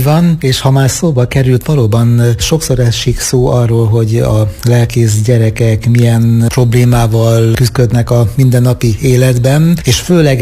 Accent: Bagamér, Hajdú-Bihar, Hungary; egy olyan közösségben nőttem föl, egyrészt a családi közösségben, Bagamérben, igen, ahol a szüleim nem csak tanítottak Isten országáról, hanem megélték.

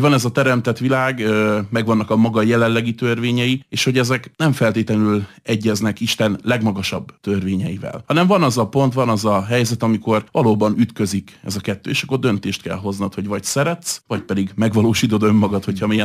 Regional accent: Hungary; főleg itt Európában magyarként.

